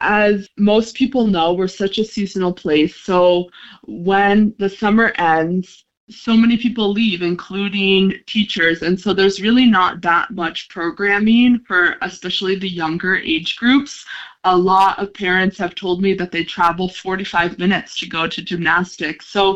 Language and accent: English; New York, United States; born there; now in Cape Cod, United States; I grew up in New York, a little upstate from New York City